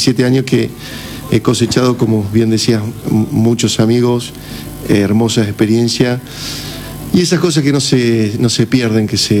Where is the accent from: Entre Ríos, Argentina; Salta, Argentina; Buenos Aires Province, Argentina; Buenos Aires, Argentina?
Entre Ríos, Argentina; Gualeguaychú; now in Concepción del Uruguay, Argentina; Nací en Gualeguaychú, me crié en Gualeguaychú, estudié en Gualeguaychú.